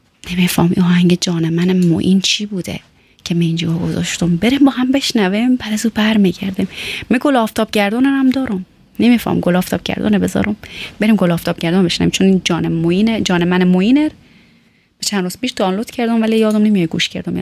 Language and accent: Persian; Tehran, Tehran Province, Iran; چون همیشه گفتم متولد ایران هستم، خود در کوچه پس کوچه های تهران میدیدم و سرگرم بازی و شیطنت و راه مدرسه